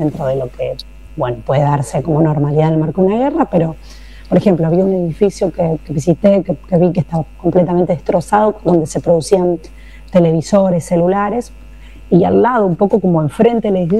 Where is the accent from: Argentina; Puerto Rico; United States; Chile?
Argentina; te preguntaban de dónde sos, de Argentina